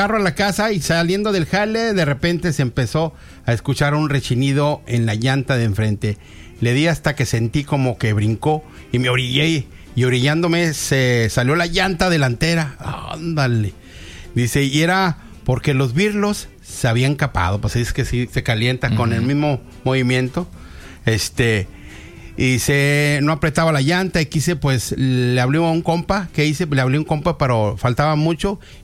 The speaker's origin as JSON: {"language": "Spanish", "country": "Mexico", "said": "uno como mexicano"}